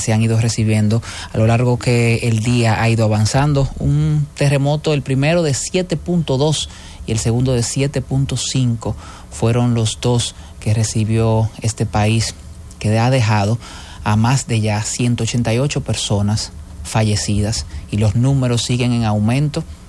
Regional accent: Dominican Republic; nosotros como República Dominicana

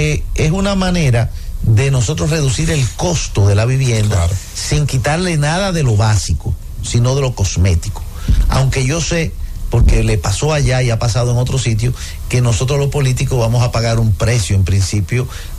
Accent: Moca, Espaillat, Dominican Republic; Yo a mucho orgullo digo que yo soy de Moca, y camino mucho el país

